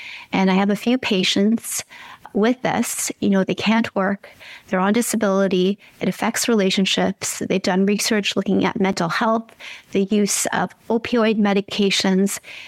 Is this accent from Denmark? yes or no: no; Ontario, Canada; Well, I hail from Ontario, where it is still winter, unfortunately.